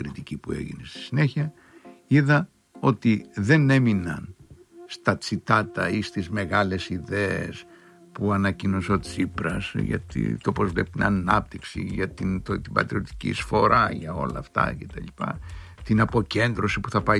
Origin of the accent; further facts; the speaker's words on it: Crete, Greece; κοντοχωριανή μας ένα Ανδρουλάκη, 4-5 χιλιόμετρα το χωριό του από το χωριό μου